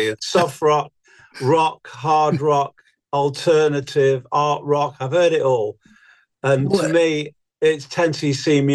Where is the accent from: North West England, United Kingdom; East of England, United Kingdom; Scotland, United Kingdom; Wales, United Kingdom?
North West England, United Kingdom; Manchester; I grew up in Manchester, north of England.